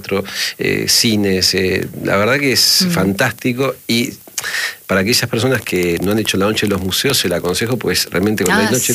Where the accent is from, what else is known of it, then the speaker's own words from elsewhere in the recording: Buenos Aires, Argentina; Y digo, yo soy de Buenos Aires, uy, Buenos Aires, qué hermosa ciudad.